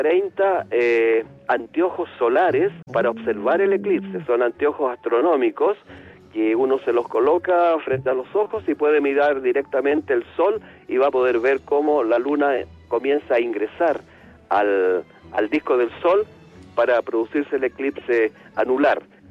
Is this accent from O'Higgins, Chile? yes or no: yes; Rengo, O'Higgins, Chile; saludo a mi ciudad natal de Rengo, que nunca la he olvidado.